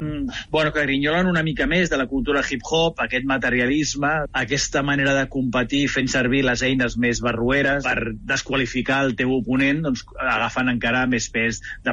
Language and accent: Catalan; Catalonia, Spain; Jo no soc bulac, jo soc català.